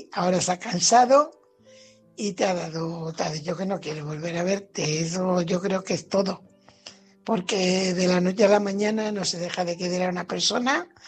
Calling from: Fuenlabrada, Community of Madrid, Spain; corresponsal de Fuenlabrada.

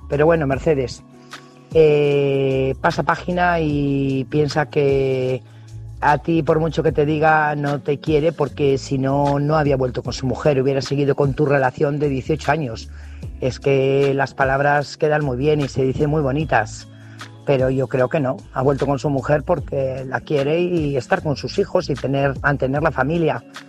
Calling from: Burgos, Castile and León, Spain; corresponsal de Burgos.

